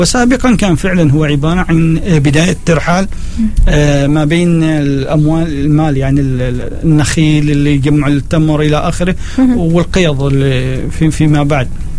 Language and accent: Arabic; Oman; النواخذة اللي موجودين معنا في مرباط أو في صور